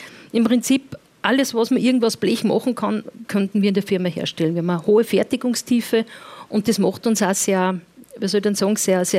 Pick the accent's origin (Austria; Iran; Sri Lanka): Austria; Upper Austria; accent: Upper Austrian dialect; ich sage als Oberösterreicherin, wenn ich ein bisschen flapsig rede, das liegt dann irgendwo, wenn ich mein Dialekt ein bisschen reinfalle.